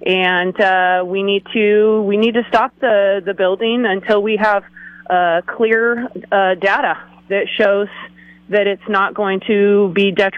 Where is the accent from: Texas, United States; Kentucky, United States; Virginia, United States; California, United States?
California, United States; Los Osos; I'm from District 2 out here in Los Osos. And I love being a coastal person. I've been a resident of the Central Coast my whole life.